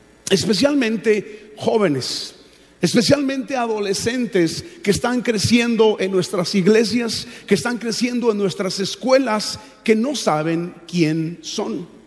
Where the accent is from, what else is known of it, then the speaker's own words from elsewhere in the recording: Mexico; moved away; En nuestro caso somos de México.